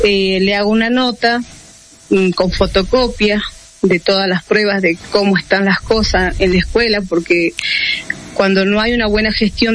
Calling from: San Antonio de los Cobres, Salta, Argentina

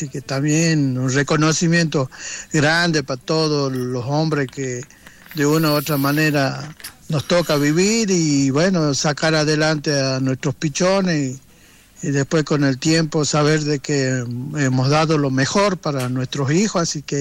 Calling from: Salta, Argentina; la verdad que aparentemente está llovinando por todo Salta, che. ¿Sí? Yo ya salí de la Reserva La Pampita

